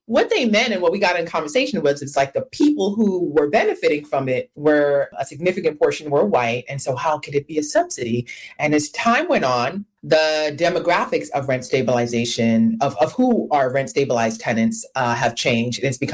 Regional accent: Brooklyn, New York, United States; I grew up in Brownsville, Brooklyn, and that is a low-income area in New York City

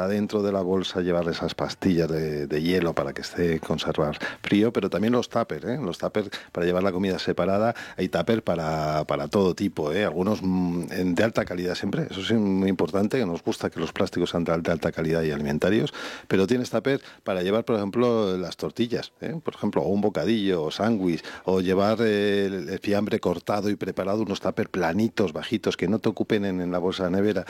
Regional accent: Spain; muy de nuestra tierra, de nuestra tierra de España

